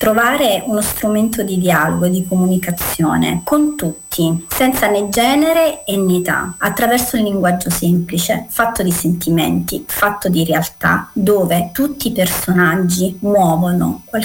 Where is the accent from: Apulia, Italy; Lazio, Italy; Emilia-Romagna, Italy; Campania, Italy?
Campania, Italy; Avellino